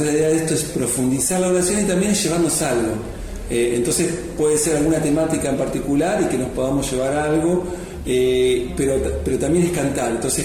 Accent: Buenos Aires, Argentina; moved away; Yo soy de Buenos Aires, yo empecé en la parroquia de mi barrio, que era San Miguel Arcángel

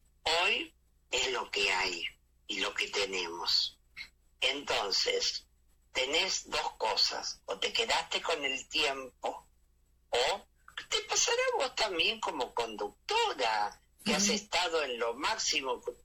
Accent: Argentina; yo, como soy argentino, digo, soy profesor

